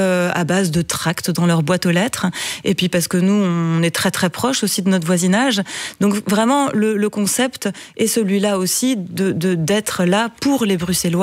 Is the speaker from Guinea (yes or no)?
no; France; accent: French; Vous m'interrogez, vous parlez mon accent français.